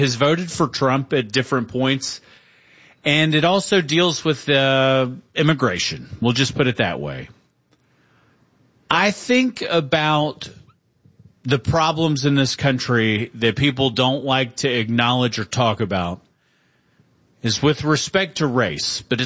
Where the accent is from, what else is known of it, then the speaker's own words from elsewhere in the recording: United States; As an American